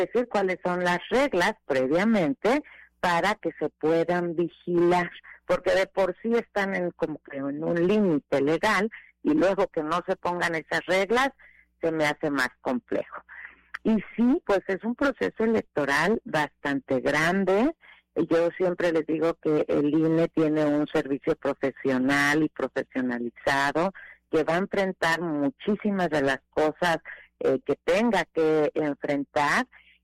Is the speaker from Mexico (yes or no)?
yes; Mexico; Me parece que como mexicanas y mexicanos ahí tenemos que estar muy atentos a exigirles por la independencia, la imparcialidad.